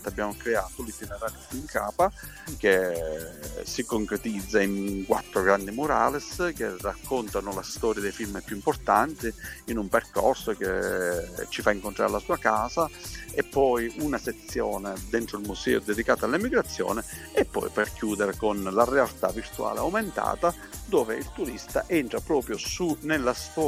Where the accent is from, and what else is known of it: Bisacquino, Sicily, Italy